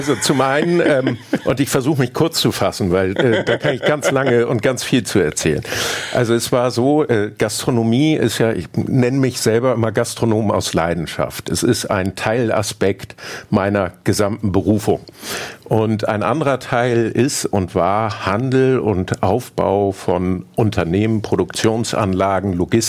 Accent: Hamburg, Germany; moved away as an adult; also born or lived in Argentina; Ich bin Hamburger. Wir haben einige Jahre im Ausland gelebt. Ich hatte das große Glück, 5 Jahre mit meiner Partnerin in Argentinien leben und arbeiten zu dürfen. Aber irgendwie hat uns Hamburg immer wieder zurückgezogen.

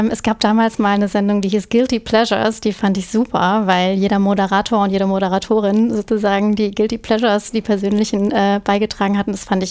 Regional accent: Hamburg, Germany; now in Berlin, Germany; Ja, also ich komme aus Hamburg, aber arbeite in Berlin und wandel sozusagen zwischen den Städten.

